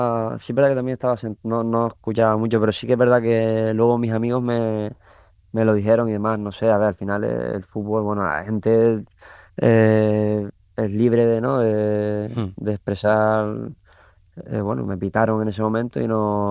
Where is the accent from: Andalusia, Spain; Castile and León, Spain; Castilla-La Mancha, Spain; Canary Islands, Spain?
Canary Islands, Spain; also born or lived in Madrid; now in A Coruña, Spain; yo al final soy canario